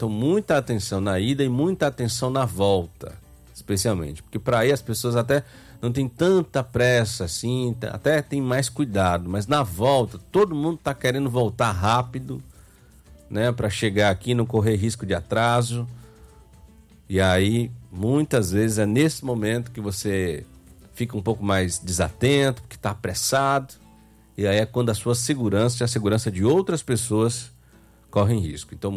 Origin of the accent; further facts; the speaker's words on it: Fortaleza, Ceará, Brazil; born there; O Mauri tá lá no Conjunto Ceará, tá na minha terra